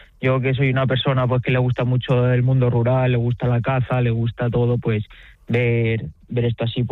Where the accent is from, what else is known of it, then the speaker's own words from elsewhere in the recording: Community of Madrid, Spain; born there; ver el campo donde te has criado, ver tu pueblo